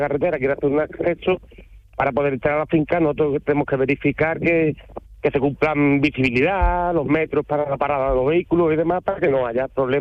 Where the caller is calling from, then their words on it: Vejer de la Frontera, Andalusia, Spain; Soy un Vejer de la Frontera, un maravilloso pueblo aquí de la provincia de Cádiz.